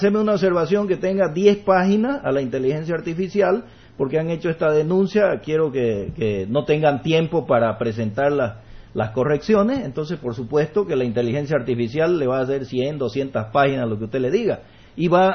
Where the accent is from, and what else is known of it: Bolivia